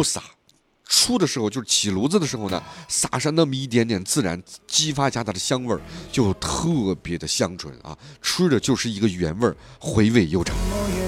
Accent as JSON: {"language": "Chinese", "region": "Xinjiang", "country": "China", "said": "咱们新疆人"}